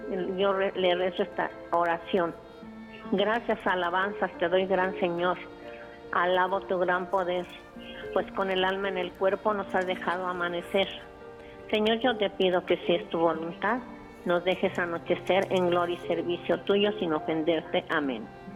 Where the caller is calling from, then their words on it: Guadalajara, Jalisco, Mexico; de aquí de Guadalajara, de la colonia Santa Cecilia